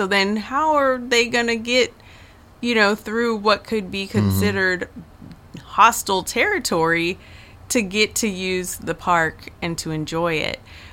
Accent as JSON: {"language": "English", "town": "Boston", "region": "Massachusetts", "country": "United States", "tie": "born or raised there", "said": "growing up in Boston, I grew up in Roxbury"}